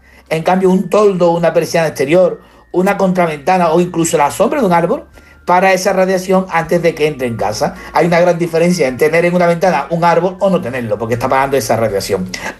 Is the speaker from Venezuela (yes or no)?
no; Seville, Andalusia, Spain; soy de Sevilla, yo no he vivido esa juventud y esa infancia.